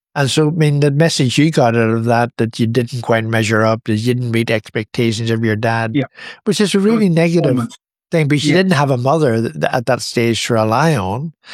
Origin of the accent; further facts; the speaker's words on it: Belfast, Northern Ireland, United Kingdom; I mean, I grew up in Belfast, and it was all bad in Belfast.